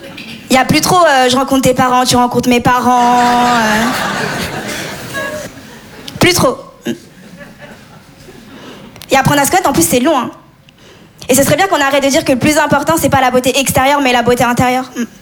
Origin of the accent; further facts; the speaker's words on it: Comoros; je viens des Comores. Et nous, on est vraiment connus pour célébrer de très, très grands mariages.